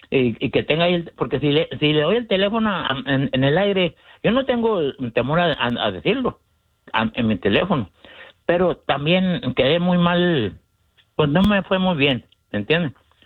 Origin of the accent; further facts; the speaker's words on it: Chihuahua, Mexico; viven allá en Chihuahua, yo soy de Chihuahua, ¿me entiendes?